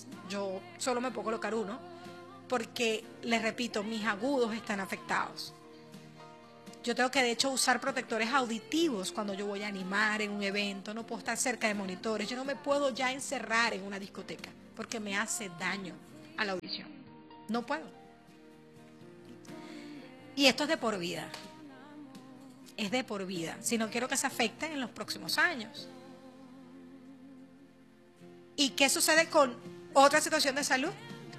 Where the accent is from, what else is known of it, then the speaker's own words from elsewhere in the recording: Venezuela; A nosotros como venezolanos y como ciudadanos